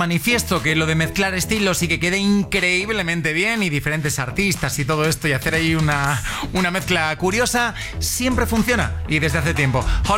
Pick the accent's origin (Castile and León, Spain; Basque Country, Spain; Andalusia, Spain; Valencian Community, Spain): Valencian Community, Spain; Valencia; Como dirían en mi tierra, en Valencia, una bona barrecha, una buena mezcla.